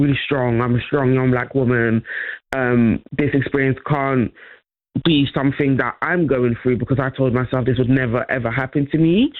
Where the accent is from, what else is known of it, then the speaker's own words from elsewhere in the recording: Netherlands; Growing up, unfortunately, as well, I grew up in the Netherlands.